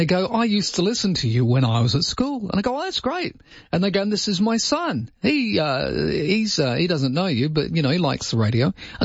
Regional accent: Inglewood, Western Australia, Australia; also born or lived in Maylands; I went to this house that I grew up in Inglewood in 9th

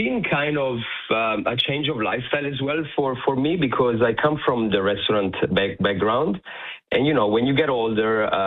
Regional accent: Turin, Piedmont, Italy; moved away as an adult; now in Brisbane, Australia; I'm from Torino.

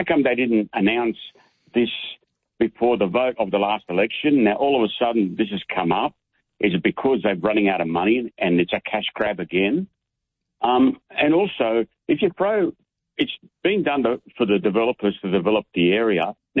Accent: Mosman, New South Wales, Australia; I grew up in Mossman

